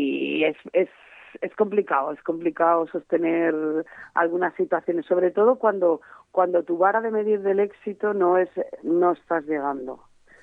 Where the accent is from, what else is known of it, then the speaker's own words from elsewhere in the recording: Segorbe, Valencian Community, Spain; moved away as an adult; also born or lived in London; que yo soy de Segorbe, de Castellón